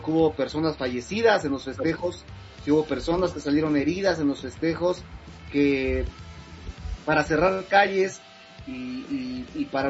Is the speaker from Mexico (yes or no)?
yes; Mexico; por supuesto que la mayoría de los mexicanos nos da lo mismo Argentina